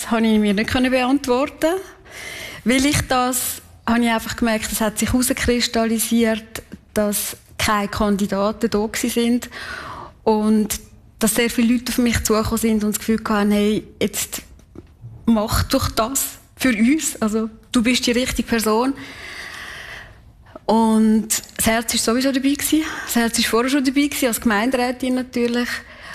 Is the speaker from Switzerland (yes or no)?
yes; Kaltbrunn, St. Gallen, Switzerland; born or raised there